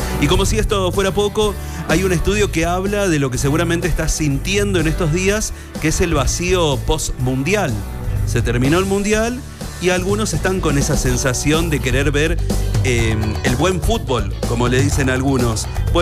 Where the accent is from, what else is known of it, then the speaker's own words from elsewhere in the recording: Argentina; los argentinos somos muy apasionados